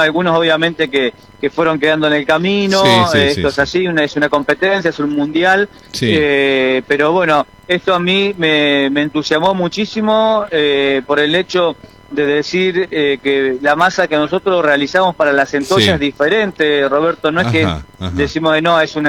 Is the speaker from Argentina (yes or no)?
yes; Argentina